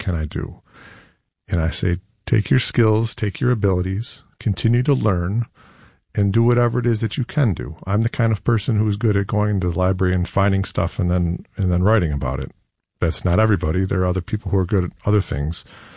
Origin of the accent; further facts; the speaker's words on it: Penfield, New York, United States; I grew up in Penfield, and you know, in my own path, I kind of came to that same moment. I grew up in a more or less homogenous community